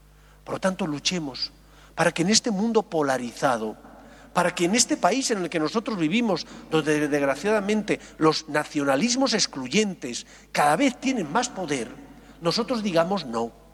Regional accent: Alicante, Valencian Community, Spain; now in Madrid, Spain; Yo soy un extranjero en esta tierra, porque soy de otro lugar, soy de Alicante. Y sin embargo, llevo más tiempo viviendo aquí que en Alicante, con lo cual ya me siento madrileño de adopción.

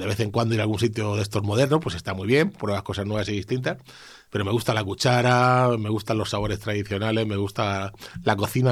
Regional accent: La Unión, Region of Murcia, Spain; yo me he formado en un pueblo en el que la minería todavía existía

